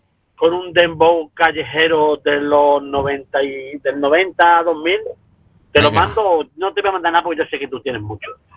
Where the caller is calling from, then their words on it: England, United Kingdom